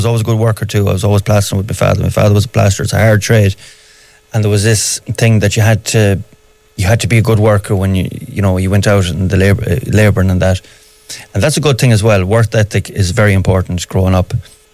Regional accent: Swinford, Connacht, Ireland; moved away; I grew up in Swinford, aka Castletown, for any Hardy Bucks fans out there. And rural town, Mayo, nothing special about it, only for that it's my hometown.

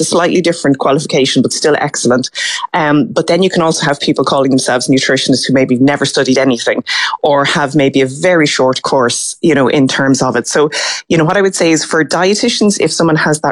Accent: Brazil; now in Ireland; Yes, I'm from Brazil originally.

